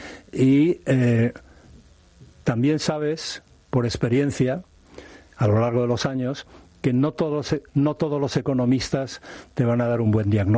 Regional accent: Basque Country, Spain; He seguido la política vasca, por supuesto, porque es mi tierra

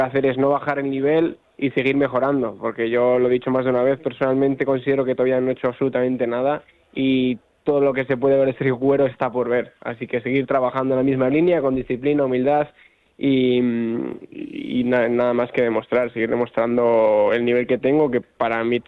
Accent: Mungia, Basque Country, Spain; Yo soy de Munguía, bueno, de Bilbao, tengo a mi familia aquí

